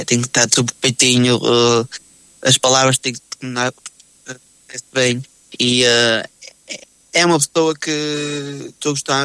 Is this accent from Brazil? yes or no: no; Felgueiras, Norte, Portugal; foi aqui na minha terra, Barrosas, que eu sou de Felgueiras, mas a freguesia é de Barrosas.